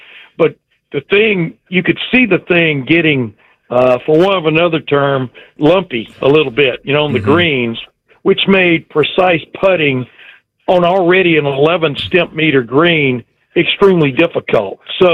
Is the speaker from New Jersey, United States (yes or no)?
no; Texas, United States; Pinehurst, because it reminds me of where I grew up in East Texas.